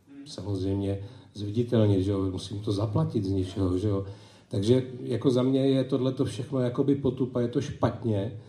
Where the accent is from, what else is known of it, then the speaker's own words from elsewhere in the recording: Ostružná, Olomouc Region, Czechia; jsem jeseničák a víceméně svoje mládí jsem strávil v Petříkově v Ostružné a na horách a mám k tomu velmi kladný vztah.